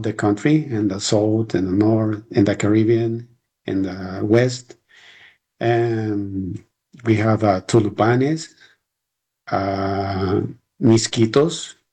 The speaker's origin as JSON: {"language": "English", "country": "Honduras", "first_language": "Spanish", "second_language": "English", "said": "I'm serving in Honduras, my country."}